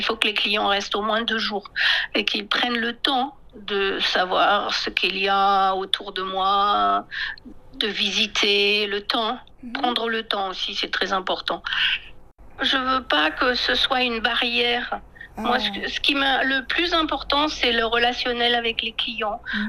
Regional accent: France

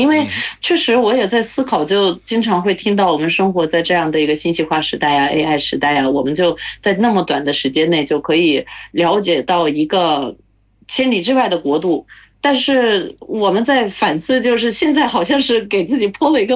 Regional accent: Latvia; Chinese is a second language; now in China; 我是来自拉脱维亚的

